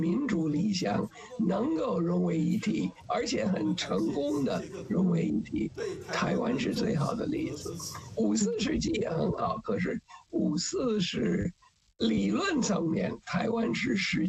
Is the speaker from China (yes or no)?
no; United States; 我作为一个外国人，一个美国人怎么看